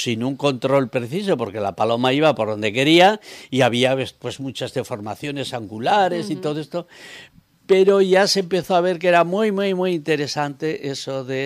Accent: Soria, Castile and León, Spain; born there; moved away; Y busqué mi pueblo y lo vi allí, junto al barranco de la Cañada con sus huertas.

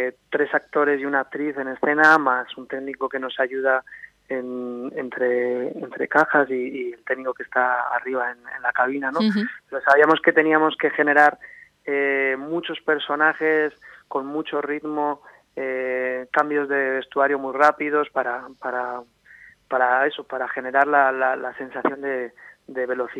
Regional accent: Logroño, La Rioja, Spain; yo soy de Logroño

